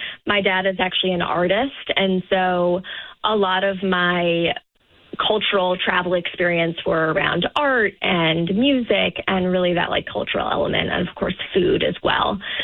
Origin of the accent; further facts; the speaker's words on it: Boston, Massachusetts, United States; So I am based in Boston. I grew up in the area, and my family is still here as well.